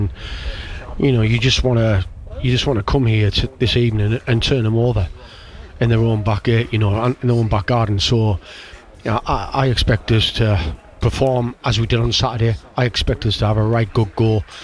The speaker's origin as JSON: {"language": "English", "region": "North East England", "country": "United Kingdom", "said": "we're going to show you what we're all about, we're from Teesside, do you know what I mean, and give it your all"}